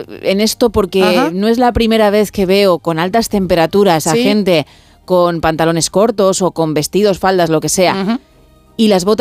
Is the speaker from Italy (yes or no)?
yes; Italy; ¿Eres de allí como yo de Italia?